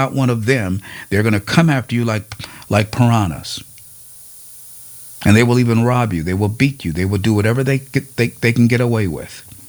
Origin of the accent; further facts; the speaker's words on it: United States; as an American, I was glad to see that.